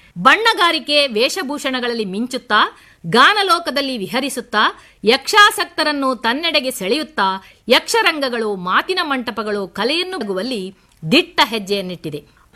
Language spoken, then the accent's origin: Kannada; Karnataka, India